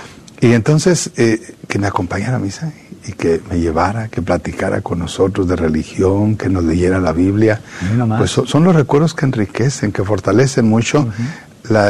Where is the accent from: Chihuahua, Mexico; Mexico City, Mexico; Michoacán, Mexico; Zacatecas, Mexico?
Chihuahua, Mexico; Parral; also born or lived in Ciudad Juárez; nosotros llegamos con una familia migrante, nos trasladamos de Parral, Chihuahua, al sur del estado de Chihuahua, en México, uh-huh. hacia Ciudad Juárez en 1980.